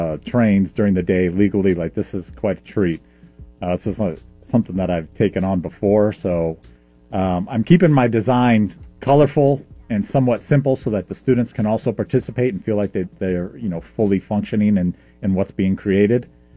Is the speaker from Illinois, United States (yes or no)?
yes; Chicago, Illinois, United States; now in Denver, United States; Old Chicago native, now transplanted in Denver.